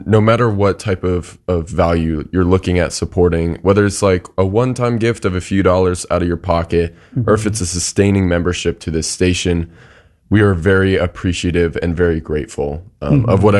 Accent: Dayton, Ohio, United States; I'm obviously from Dayton, Ohio, so I know nothing about this place.

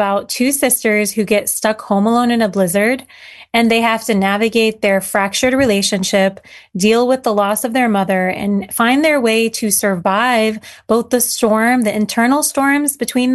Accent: United States; born there; English is a second language; also born or lived in Syria; growing up in America, I'm not technically fully 100% Syrian. I'm, you know, going to school, I'm learning English. Definitely now English is my stronger language

